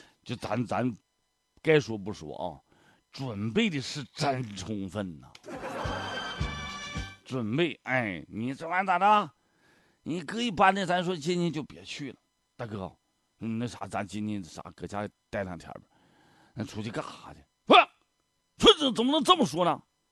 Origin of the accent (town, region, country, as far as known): Northeast China, China